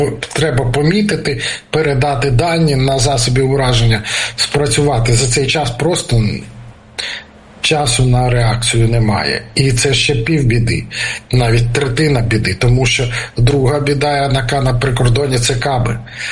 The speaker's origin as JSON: {"language": "Ukrainian", "region": "Kyiv", "country": "Ukraine", "said": "вже ми кияни"}